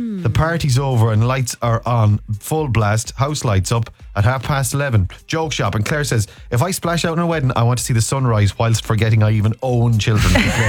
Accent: Ireland; We're Irish though, I suppose, and we're accustomed to going all night.

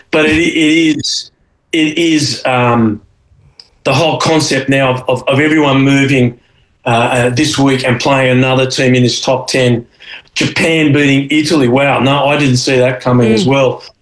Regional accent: Australia; I'm not saying it's because I'm Australian

